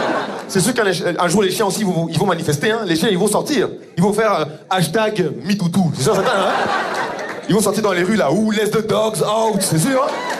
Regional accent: Rwanda; mais je ne suis pas béninois du tout, c'est très important. Je suis rwandais.

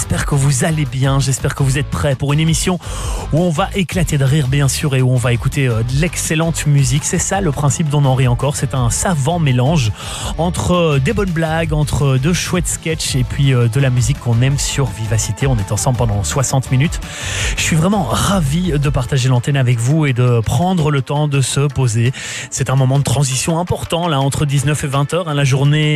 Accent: Belgium; chez nous en Belgique

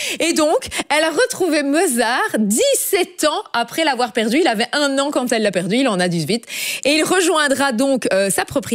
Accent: Brussels, Belgium; Et on est chez nous, à Bruxelles, puisqu'on est à l'aéroport, Bruxelles Airport.

